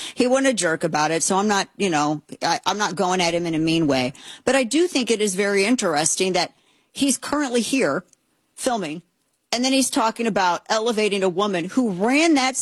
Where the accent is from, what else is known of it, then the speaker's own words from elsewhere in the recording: St. Louis, Missouri, United States; moved away; I loved St. Louis City. I loved my hometown.